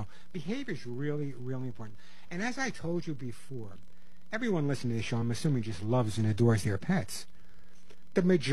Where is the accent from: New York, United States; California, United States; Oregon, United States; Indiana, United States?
New York, United States; Long Island